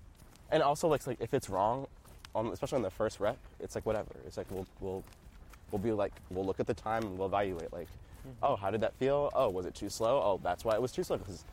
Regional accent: Baltimore, Maryland, United States; In Baltimore.

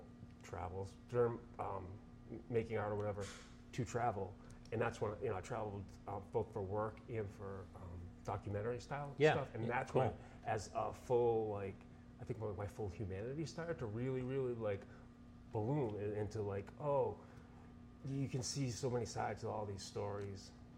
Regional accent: Taunton, Massachusetts, United States; I grew up in Taunton, Massachusetts.

